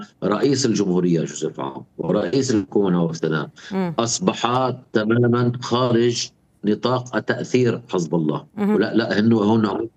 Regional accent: Lebanon; وأنا يعني طبعا كلبناني أتكلم

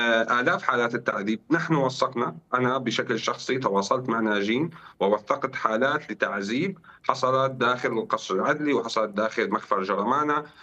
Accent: Syria; ولا نرى نحن كسوريين

